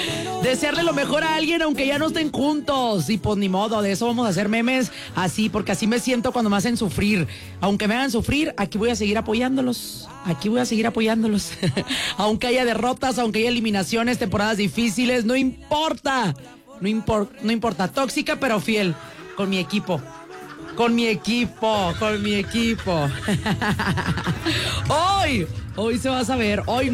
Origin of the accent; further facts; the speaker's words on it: Mazatlán, Sinaloa, Mexico; moved away; me identifica únicamente por mi ciudad natal, ¿no? Por de donde soy, por el lugar en el que nací.